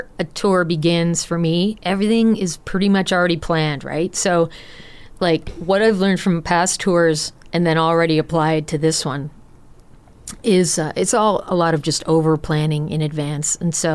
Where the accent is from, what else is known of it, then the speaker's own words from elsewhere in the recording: Atlantic Canada, Canada; also born or lived in Austin, Texas; I grew up in Atlanta, Canada. But I didn't start writing my own songs until I moved to a place called Austin, Texas